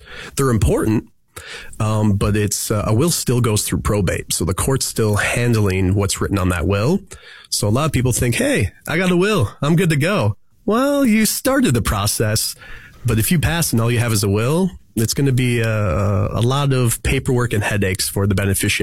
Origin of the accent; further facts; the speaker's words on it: Wisconsin, United States; being from Wisconsin, huge Packers fan.